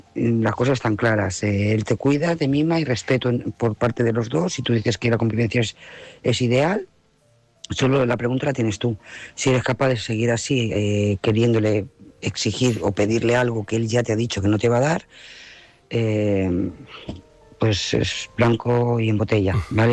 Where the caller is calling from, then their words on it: Lloret de Mar, Catalonia, Spain; Lloret de Mar